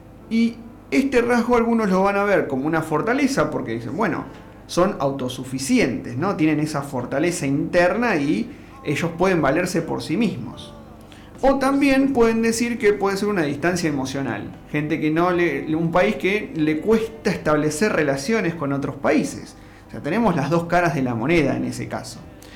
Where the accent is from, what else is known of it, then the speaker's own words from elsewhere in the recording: Argentina; Aprovechando que somos argentinos